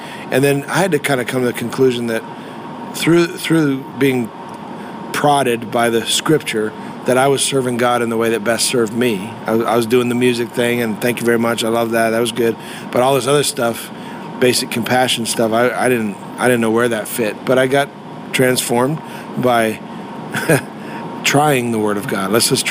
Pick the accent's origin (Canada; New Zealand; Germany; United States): Canada; And I didn't even know what it was as a Canadian boy.